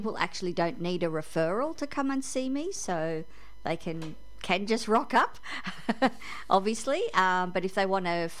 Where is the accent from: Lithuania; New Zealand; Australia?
Australia; Sydney, New South Wales; also born or lived in Cairns; now in Thursday Island, Australia; I grew up in Sydney and have lived in Cairns for 20 years.